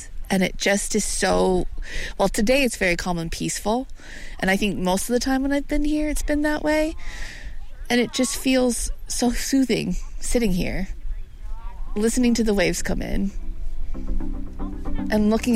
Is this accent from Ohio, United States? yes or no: no; Reno, Nevada, United States; moved away as an adult; now in Michigan, United States; So I'm from Reno, Nevada, so I grew up close to Lake Tahoe, and I thought Lake Tahoe was a big lake.